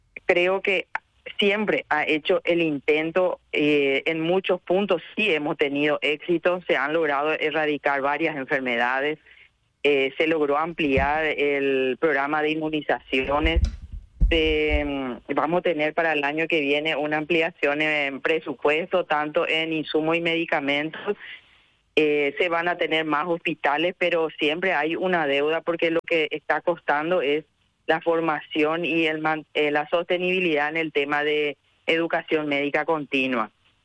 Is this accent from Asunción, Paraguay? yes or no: yes; Asunción, Paraguay; also born or lived in Encarnación, Itapúa; después volví a Asunción. En realidad soy asuncena